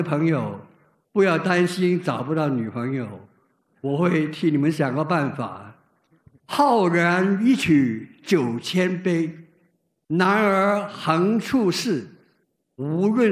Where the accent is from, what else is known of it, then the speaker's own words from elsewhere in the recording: Guangdong, China; 我是广东人。